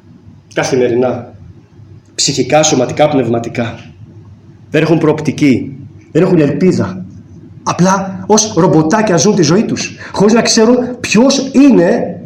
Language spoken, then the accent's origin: Greek; Rhodes, South Aegean, Greece; moved away; also born or lived in Karpathos; εδώ στη Ρόδο, καθώς είμαι, μιας και είμαι ροδίτης.